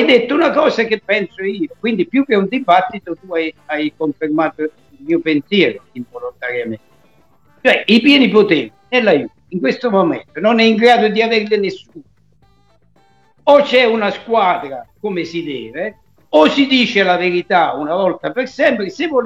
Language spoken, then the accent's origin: Italian; Campania, Italy; dalle nostre parti, in Campania